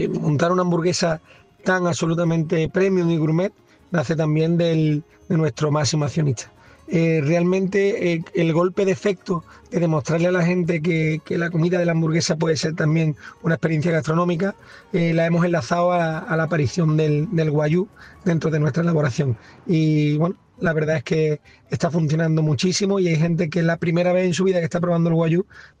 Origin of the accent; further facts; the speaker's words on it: La Línea de la Concepción, Andalusia, Spain; en mi caso soy del campo de Gibraltar, de la línea de la Concepción.